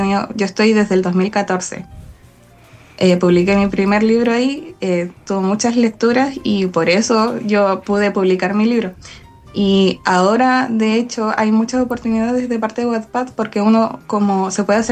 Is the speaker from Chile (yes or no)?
yes; Chile; ahora todavía estoy feliz porque me lee gente de Chile y yo como, ¡ah, soy querida en mi país!